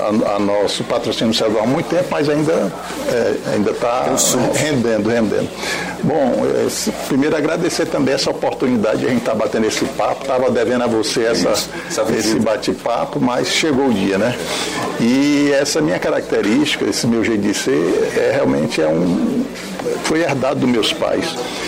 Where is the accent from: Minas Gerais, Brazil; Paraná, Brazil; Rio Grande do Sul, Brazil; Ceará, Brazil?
Ceará, Brazil; Fortaleza; born there; meus pais são de Sobral, né? E eu já nasci em Fortaleza. Eu e minha irmã mais nova, os outros 7 irmãos nasceram em Sobral.